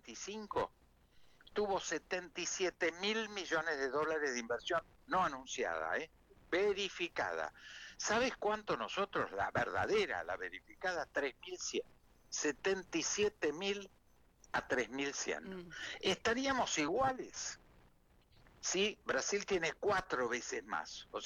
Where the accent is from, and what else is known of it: Argentina